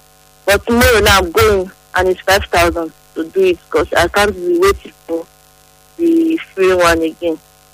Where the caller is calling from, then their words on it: Nigeria; from Urura.